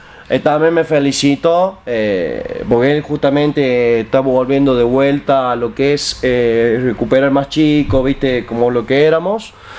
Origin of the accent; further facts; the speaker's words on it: Cruz del Eje, Córdoba, Argentina; accent: cordobés; now in Alta Gracia, Argentina; vine en el 2015, porque si no sabías, soy de Cruz del Eje.